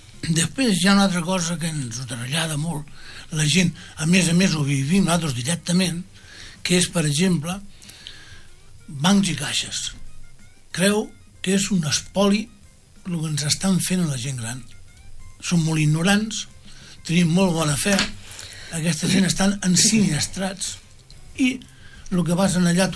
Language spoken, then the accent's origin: Catalan; Rubí, Catalonia, Spain; born there; No tenim pobles, som molts desgraciats. Vam néixer aquí a Rubí.